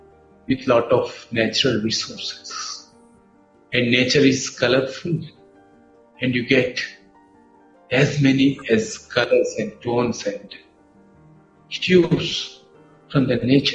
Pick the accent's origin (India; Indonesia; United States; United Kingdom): India; English is a second language; Yeah, being much proud being an Indian with all the resources and the community which I connected.